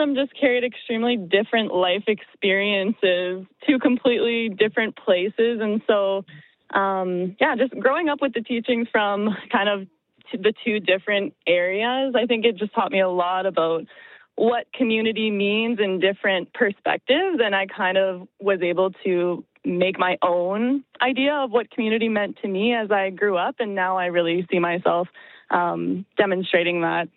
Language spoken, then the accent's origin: English; Winnipeg, Manitoba, Canada; I'm from North Winnipeg. I would never claim to be from the North End. I grew up in Meadows West.